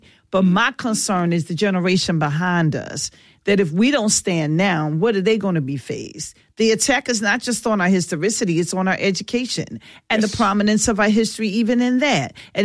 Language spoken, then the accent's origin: English; Philadelphia, Pennsylvania, United States; Philly, you know.